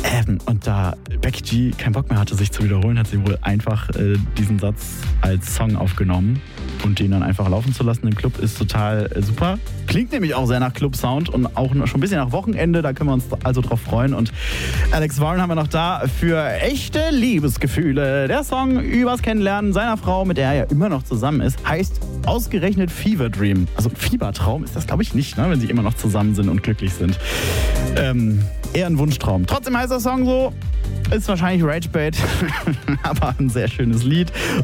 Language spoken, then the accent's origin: German; Bavaria, Germany; Leute, ich komme aus Franken und da sagen wir zum heutigen Tag schöner Donnerstauch.